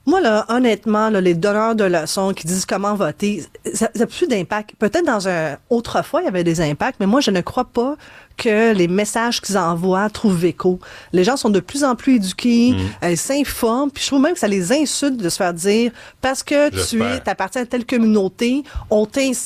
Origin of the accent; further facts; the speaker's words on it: Morocco; Ne votez pas pour moi parce que je suis marocaine.